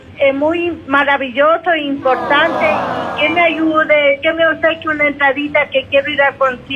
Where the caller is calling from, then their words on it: Quito, Pichincha, Ecuador; De aquí, del centro de Quito, del barrio La Ronda